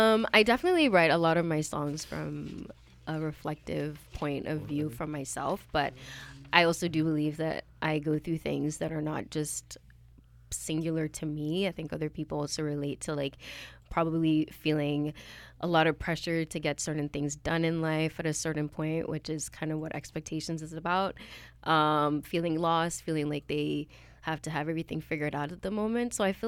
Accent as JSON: {"language": "English", "country": "Uganda", "tie": "born or raised there", "moved": "yes", "lives_now": "Canada", "said": "I'm originally from Uganda"}